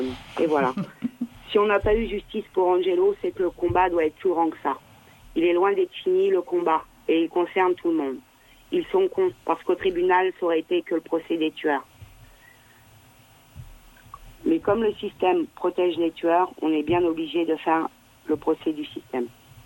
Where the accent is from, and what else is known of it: France